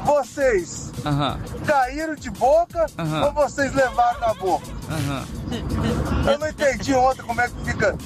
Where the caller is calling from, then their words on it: São Paulo, Brazil; de Interlagos.